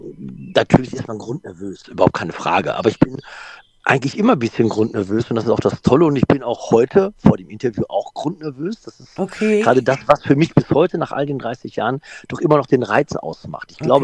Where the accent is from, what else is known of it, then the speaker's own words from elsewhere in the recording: Gelsenkirchen, North Rhine-Westphalia, Germany; Ich komme aus Gelsenkirchen, bin mittlerweile fast schon 50 Jahre alt